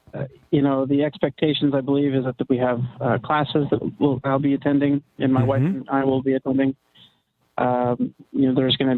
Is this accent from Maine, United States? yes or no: yes; Maine, United States; No, I don't have any family on the West Coast. I'm from New England, okay. Maine specifically.